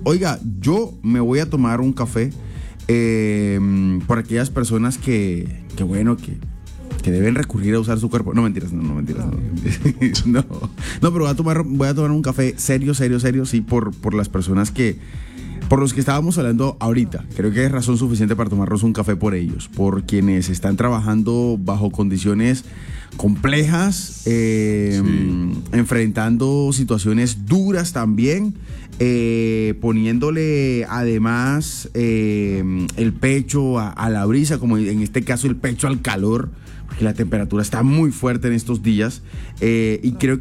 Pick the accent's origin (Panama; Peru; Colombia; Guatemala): Colombia; Soy colombiano